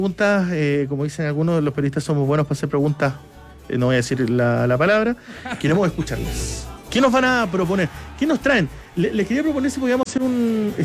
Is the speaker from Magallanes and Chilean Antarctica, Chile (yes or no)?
yes; Punta Arenas, Magallanes and Chilean Antarctica, Chile; Yo soy de Punta Arena, me tocó ir al Festival de la Patagonia.